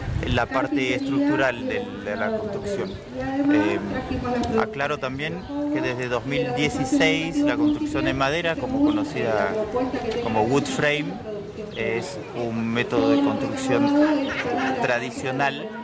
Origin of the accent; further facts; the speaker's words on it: France; Yo que vengo de Francia, vemos construcciones en pie todavía, hechas de madera y barro, que tienen siglos y siglos.